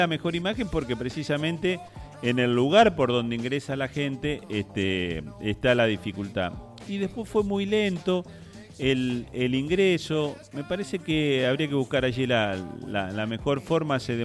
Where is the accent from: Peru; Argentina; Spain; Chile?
Argentina; Santa Fe; born there; now in Santo Tomé, Argentina; yo nací aquí en Santa Fe y los santotomecinos vivo en Santo Tomé